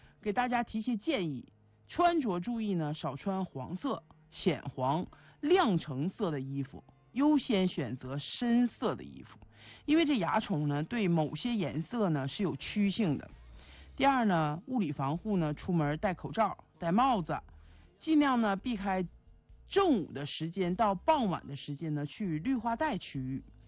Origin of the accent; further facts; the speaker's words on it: Jilin, China; 咱们吉林人特别熟悉的秋日昆虫